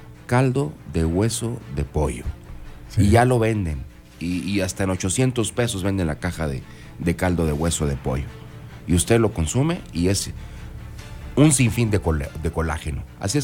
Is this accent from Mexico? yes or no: yes; Mexico